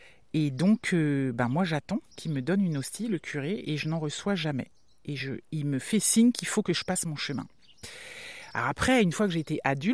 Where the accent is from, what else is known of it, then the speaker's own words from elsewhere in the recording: Saint-Coulitz, Brittany, France; En vrai, je viens de Saint-Coulis. Oui, mais t'es né où ? À Brest.